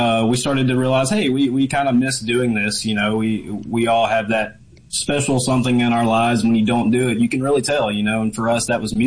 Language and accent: English; Tupelo, Mississippi, United States; We're from the Tupelo area, North Mississippi.